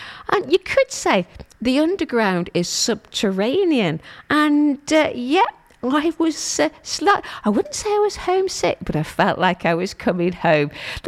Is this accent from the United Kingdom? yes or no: yes; London, United Kingdom; Yep, so straight away, I was back into being a Londoner. Yeah, it all came flooding back to me.